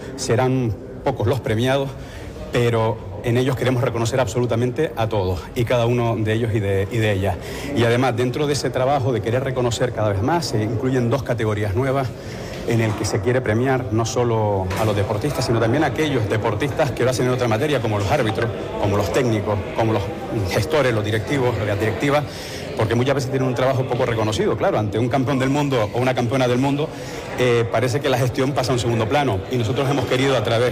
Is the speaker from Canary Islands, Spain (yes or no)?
yes; Canary Islands, Spain; accent: Canarian; Cada vez que triunfa un canario fuera, lo hace representando no solo nuestro deporte, nuestro acento, sino nuestra idiosincrasia.